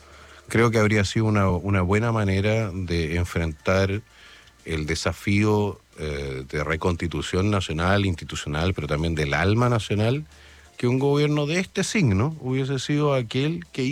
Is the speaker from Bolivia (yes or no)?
no; Chile; nuestro Chile